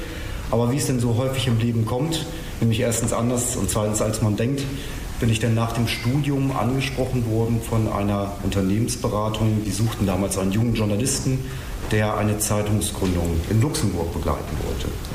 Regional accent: Verden, Lower Saxony, Germany; moved away as an adult; also born or lived in Hannover; now in Nordenham, Germany; seit mehreren Jahren in Nordenham, dass wir ganz bewusst zu unserer Wahlheimat auserkoren haben. Geboren bin ich allerdings in Hannover, aufgewachsen in Verden an der Aller, wo ich 1998 auch mein Abitur gemacht habe.

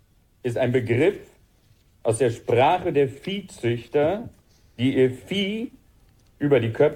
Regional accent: Bremen, Germany; born there; Nun, ich komme aus dem beschaulichen Bremen. Ich bin im Bremer Stadtteil Gröpeling zur Welt gekommen. Das ist bei vorhandener Diversität mittlerweile ein sozialer Brennpunkt.

